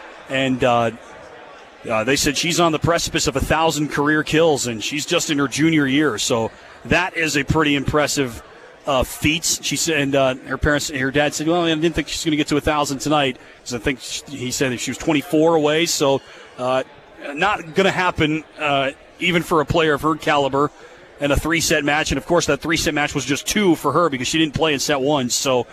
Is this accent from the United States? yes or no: yes; North Carolina, United States; my 1 year covering high school sports back in my hometown in Central North Carolina.